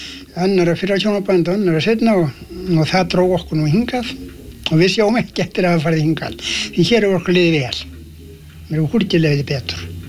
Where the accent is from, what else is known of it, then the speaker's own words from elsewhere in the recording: Meðalland, Southern Region, Iceland; now in Vestmannaeyjar, Iceland; Nei, ég var uppvaxtar án mín hlutnestir í Meðalandi, fór að búi á 1910 í Meðalandinu, flutti þá að Steinsmýri